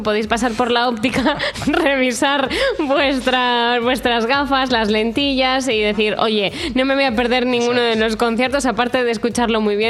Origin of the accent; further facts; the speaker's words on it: Valladolid, Castile and León, Spain; somos muchos los vallisoletanos que nos pasamos por la Plaza Mayor